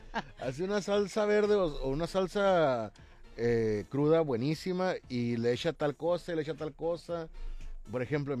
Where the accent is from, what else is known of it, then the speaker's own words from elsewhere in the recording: Mexico; Yo creo que la salsa nos da la identidad como mexicanos.